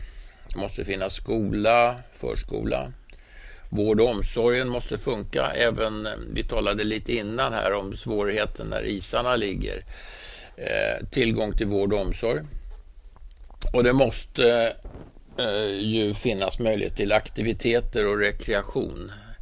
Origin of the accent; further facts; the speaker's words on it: Stockholm, Stockholm County, Sweden; also born or lived in Tyresö; Men jag är uppväxt på Kungsholmen, där han ju bodde tillsammans med sin pappa och så. Och jag har gått i Kungsholms gymnasium. Jag har också bott i kollektivhuset på John Erikssonsgatan 6